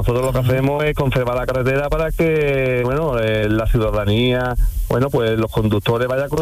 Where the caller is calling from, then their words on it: Medina-Sidonia, Andalusia, Spain; yo estoy ahora mismo en Medina Sidonia, que es mi pueblo, un ¿qué? Pueblo de Cádiz, un pueblo súper bonito.